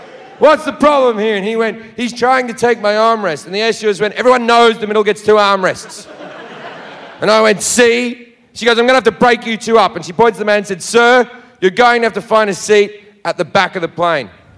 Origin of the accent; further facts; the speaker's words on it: Australia; I'm Australian